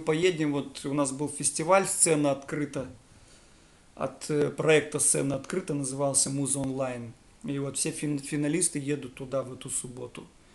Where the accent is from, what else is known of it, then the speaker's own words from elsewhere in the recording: Murino, Leningrad Oblast, Russia; Ну, можно посчитать и город Мурино, потому что я же из Мурино, получается.